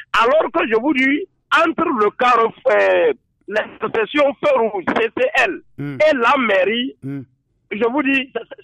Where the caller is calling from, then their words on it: Maritime, Togo; je suis à Gouin.